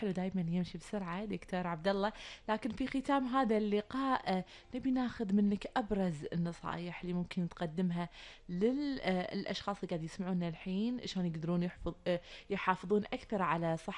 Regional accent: Kuwait; عندنا بالكويت

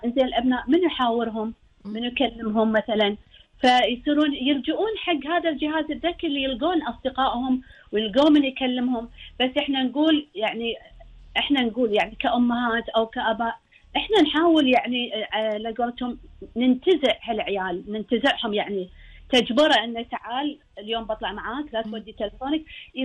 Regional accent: Kuwait; القيم الدينية عندنا بالكويت متوازنة وثابتة

